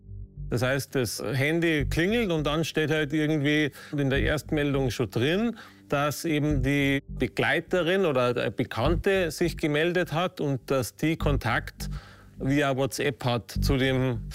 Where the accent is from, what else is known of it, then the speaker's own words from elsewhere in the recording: Ramsau bei Berchtesgaden, Bavaria, Germany; Ich komme aus der Ramsau und ich habe das Glück, ich kann in der Ramsau arbeiten.